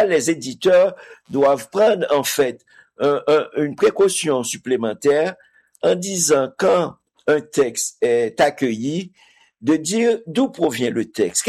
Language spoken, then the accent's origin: French; Haiti; si c'est moi, en tant qu'haïtien, avait lu et qui devait avoir la responsabilité d'éditer ce texte